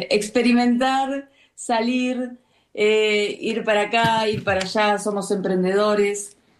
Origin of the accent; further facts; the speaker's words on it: Berisso, Buenos Aires Province, Argentina; now in Lithuania; En Berisso hay mucha comunidad lituana, así como italianos, españoles. Y de chiquita a mí me enseñaron a amar esta tierra, ¿no?